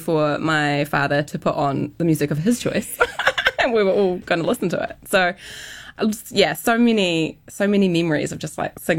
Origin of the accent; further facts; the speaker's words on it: Martinborough, Wellington, New Zealand; I grew up in Martinborough. Yeah, so a tiny town, a bit bougie now, but it really was not bougie when I was young. And very much in the country. It's about an hour or so from Wellington.